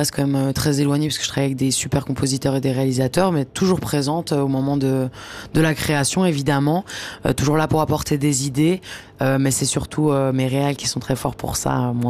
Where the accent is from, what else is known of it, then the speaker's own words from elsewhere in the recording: Switzerland; pour nous en tant que Suisse.